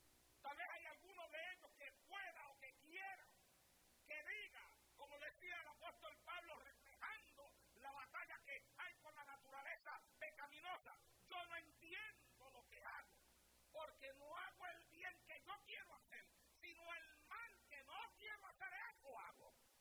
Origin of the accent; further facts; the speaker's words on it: Santa Isabel, Puerto Rico; revivo una etapa de mi vida en la cual me iba yo solo a la playa de mi pueblo en Puerto Rico, en Santa Isabel